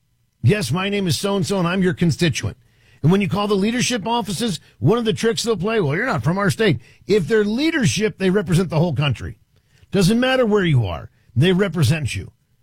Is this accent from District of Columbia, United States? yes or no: yes; Washington, District of Columbia, United States; Because I'm from Washington, D.C. I've seen this up close and personal.